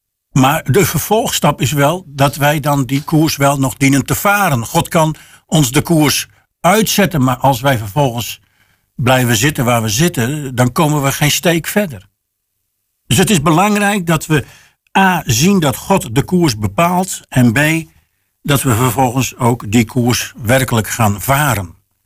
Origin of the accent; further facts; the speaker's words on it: Sneek, Friesland, Netherlands; ik kom zelf uit Sneek